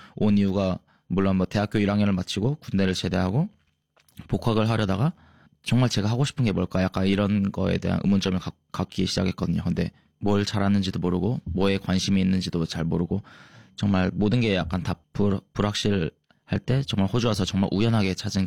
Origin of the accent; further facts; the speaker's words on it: South Korea; also born or lived in Australia; 근데 하지만 저는 한국에서 자라왔기 때문에 그런 맛 경험들이 다 제 기억 속에 있기 때문에